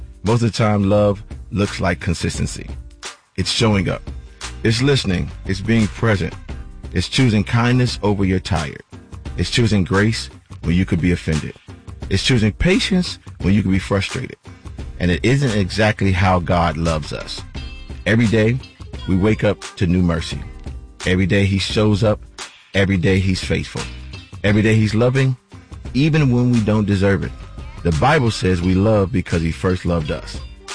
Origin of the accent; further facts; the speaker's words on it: Chicago, Illinois, United States; I'm from Chicago. Definitely the quiet storm.